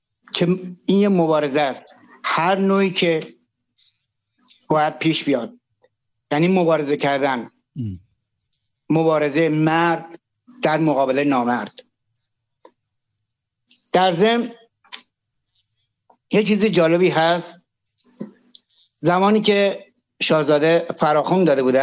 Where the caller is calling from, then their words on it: Iran; به عنوان یه ایرانی